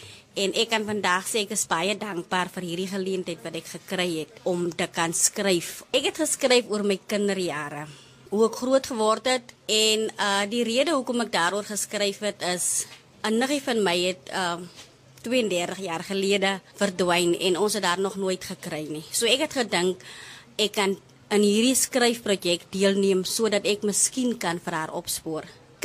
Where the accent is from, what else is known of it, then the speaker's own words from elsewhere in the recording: Witbank, Northern Cape, South Africa; Nee, nie Witbank in Gauteng. Ek is van Witbank, 'n klein dorpie naby Klein Pella, 'n eentjie van Klein Pella af.